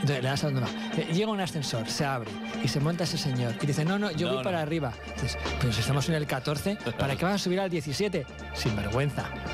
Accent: Spain; Y como buen español

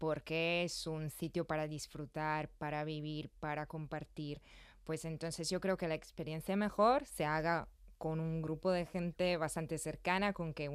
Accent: Italy; now in Madrid, Spain; somos italianos

